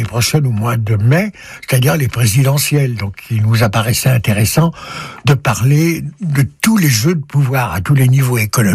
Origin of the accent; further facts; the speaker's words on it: Lyon, Auvergne-Rhône-Alpes, France; Et comme moi, je suis lyonnais